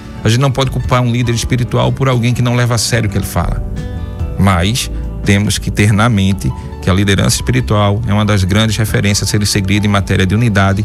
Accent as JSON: {"language": "Portuguese", "region": "Pernambuco", "country": "Brazil", "moved": "yes", "said": "lá no meu estado, Pernambuco"}